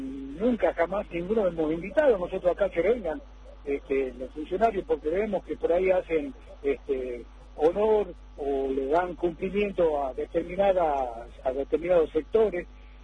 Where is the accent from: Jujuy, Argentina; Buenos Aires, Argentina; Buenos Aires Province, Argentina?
Jujuy, Argentina; somos 514 familias jujeñas